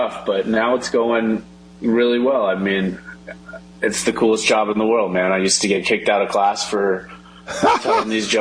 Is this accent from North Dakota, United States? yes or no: no; Oklahoma, United States; I grew up in Oklahoma.